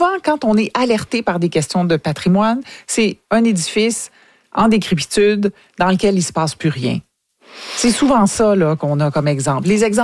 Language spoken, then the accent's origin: French; Canada